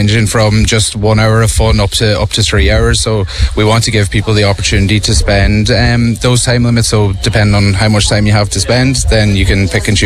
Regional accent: Donegal, Ulster, Ireland; moved away; No, I'm a long way from home. I'm from Donegal.

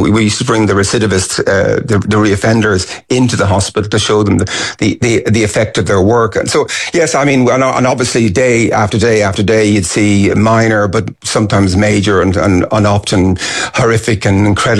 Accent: Kilmacud, Leinster, Ireland; I remember growing up in Kilmacud in the 60s, and there was a very famous tragic accident involving a bubble car

